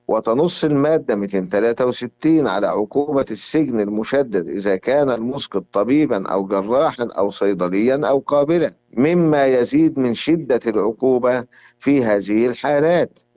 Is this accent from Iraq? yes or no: no; Egypt; عندنا في مصر